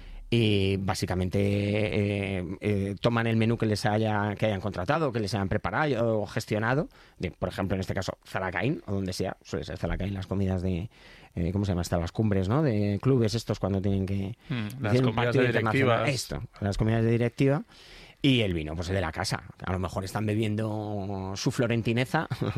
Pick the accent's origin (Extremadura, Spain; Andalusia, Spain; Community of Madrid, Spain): Community of Madrid, Spain; Leganés; aunque he criado en Leganés, entonces no le tengo especial hate al Getafe.